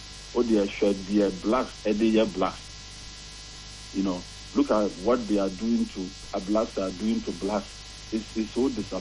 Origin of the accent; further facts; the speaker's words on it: Ghana; And I'm from Ghana for.